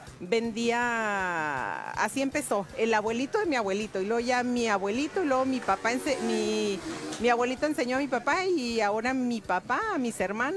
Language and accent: Spanish; Baja California Sur, Mexico; De Baja California Sur.